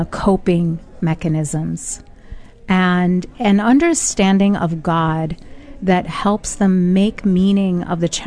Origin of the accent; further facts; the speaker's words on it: United States; I'm from America and I'm just visiting for a few days.